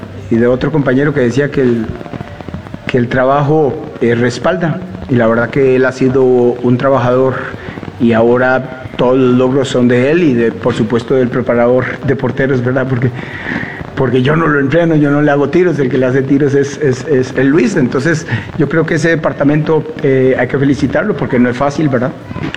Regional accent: Costa Rica

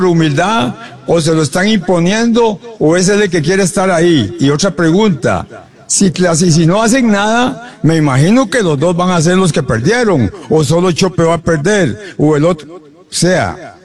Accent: Costa Rica

